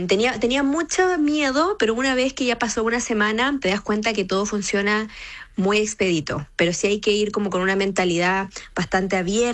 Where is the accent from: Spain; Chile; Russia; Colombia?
Chile; moved away as an adult